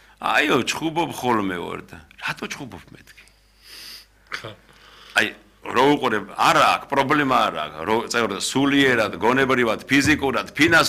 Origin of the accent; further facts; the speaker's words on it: Mtskheta-Mtianeti, Georgia; მე ხევსური ვარ